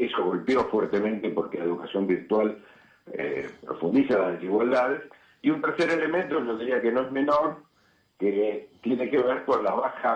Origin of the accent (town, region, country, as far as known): Argentina